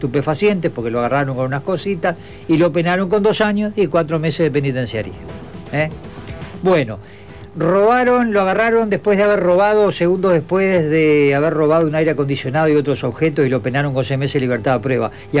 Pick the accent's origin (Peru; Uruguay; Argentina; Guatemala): Uruguay; Gregorio Aznárez, Maldonado; allá en mi pueblo, en Gregorio Aznárez.